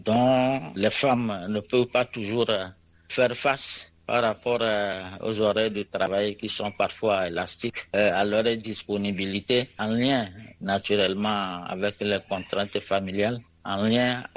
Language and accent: French; Togo; chez nous, au Togo